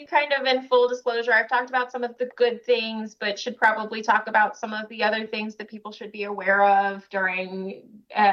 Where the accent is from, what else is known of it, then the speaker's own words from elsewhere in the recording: Missouri, United States; moved away as an adult; also born or lived in Washington, District of Columbia, United States; I'm happy to be back in my home state for sure.